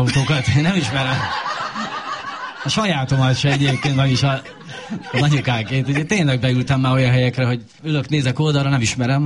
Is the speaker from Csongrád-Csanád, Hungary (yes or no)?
no; Szerencs, Borsod-Abaúj-Zemplén, Hungary; Mi Szerencséről származunk, Borsod megyéből